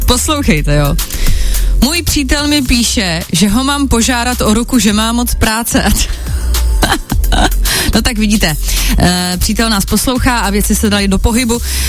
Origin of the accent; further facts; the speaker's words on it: Moravia, Czechia; Tyjo, tak já jako rozená Moravačka, Andrejko, já si to umím úplně představit.